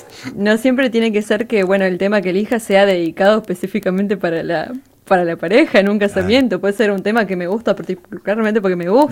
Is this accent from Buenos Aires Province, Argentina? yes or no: no; Río Gallegos, Santa Cruz, Argentina; yo soy de Río Gallegos